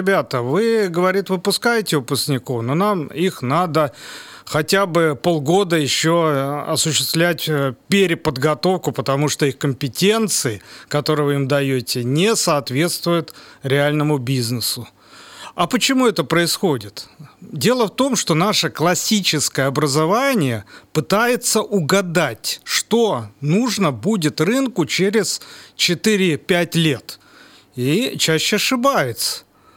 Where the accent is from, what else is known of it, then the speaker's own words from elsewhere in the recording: Bryansk, Bryansk Oblast, Russia; Я коренной брянец, родился в городе Брянске, вырос. Соответственно, окончил наш Брянский технический университет